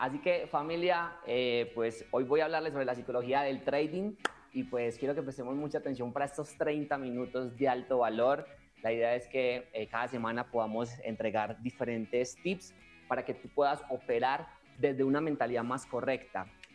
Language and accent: Spanish; Colombia; vengo de Colombia, bueno, que mi acento me revela, vengo de Colombia de un contexto de mucha violencia.